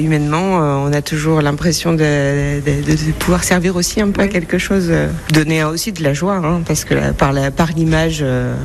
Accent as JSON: {"language": "French", "region": "Grand Est", "country": "France", "tie": "born or raised there", "moved": "as an adult", "lives_now": "Corsica, France", "said": "il y a 15 ans où j'ai quitté ma région natale de Lorraine pour vivre dans le sud"}